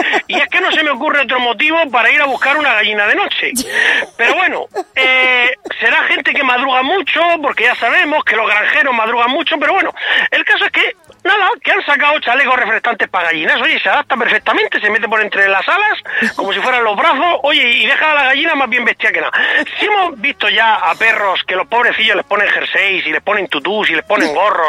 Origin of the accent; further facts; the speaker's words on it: Spain; Digo yo eso siendo español de España con pedigrí